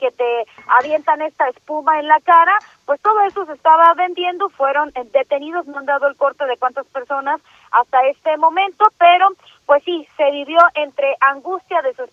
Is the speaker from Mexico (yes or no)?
yes; Mexico